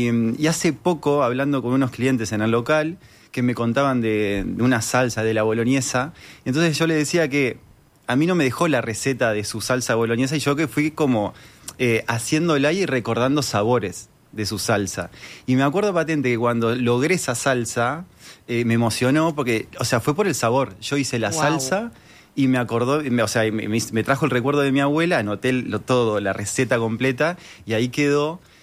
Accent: Argentina; moved away as an adult; now in Uruguay; Eso fue una faceta que descubrí acá en Uruguay. Soy argentino.

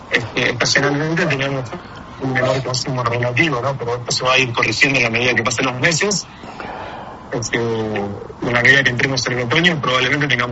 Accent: Argentina; otros países como Argentina que estamos en proceso

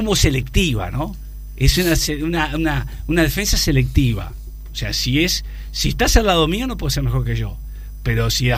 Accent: Uruguay

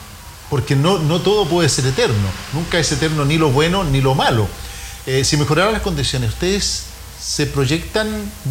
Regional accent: Chile

